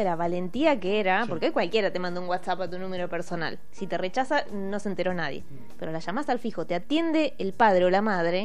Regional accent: Catamarca, Argentina; yo después de muchos años vuelvo a mi ciudad natal, me junto con mis ex compañeros del primario

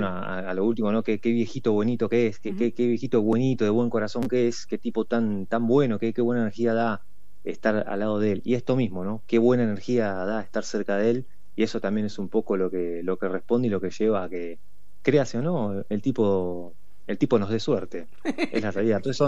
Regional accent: Buenos Aires, Argentina; Yo soy de Villa Crespo, vivo en el barrio de Villa Crespo.

